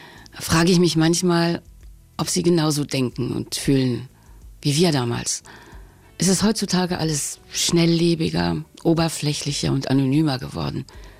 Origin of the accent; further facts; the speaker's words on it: North Rhine-Westphalia, Germany; Aber bei unseren Partys und Kellerfeten, so hieß das damals bei uns im Ruhrgebiet, da ließen wir es krachen.